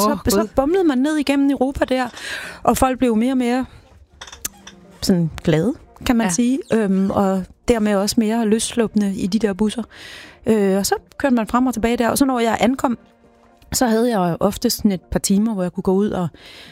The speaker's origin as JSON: {"language": "Danish", "town": "Aalborg", "region": "North Denmark Region", "country": "Denmark", "said": "Ja, det er vi simpelthen."}